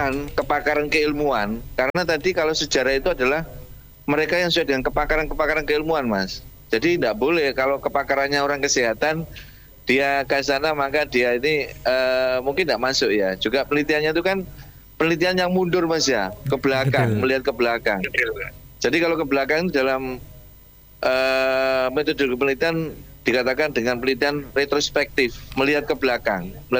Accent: Nganjuk, East Java, Indonesia; saya juga orang Nganjuk juga

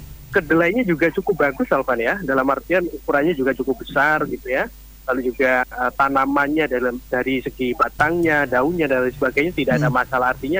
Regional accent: Java, Indonesia; kalau kita orang Jawa nyebutnya lanjaran, begitu, ya.

